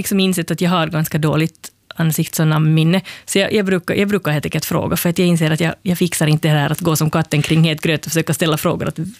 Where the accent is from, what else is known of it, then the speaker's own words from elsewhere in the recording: Finland; Och så berättade jag att jag var från Finland.